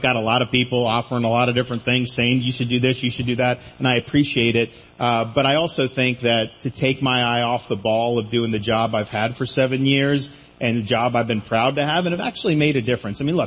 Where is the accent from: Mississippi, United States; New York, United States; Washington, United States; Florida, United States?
Florida, United States; I grew up in Florida eating Papa John's.